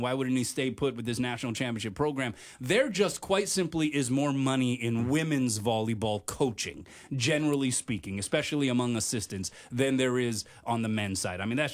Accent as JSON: {"language": "English", "town": "Honolulu", "region": "Hawaii", "country": "United States", "said": "I come from East Honolulu, so I don't always drive past Halava."}